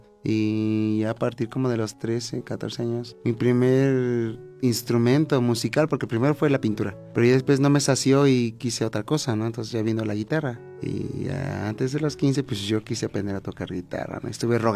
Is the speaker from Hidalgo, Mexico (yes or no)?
yes; Pachuca, Hidalgo, Mexico; born there; nací aquí en Pachuca, Hidalgo, en el año 92, del 3 de enero.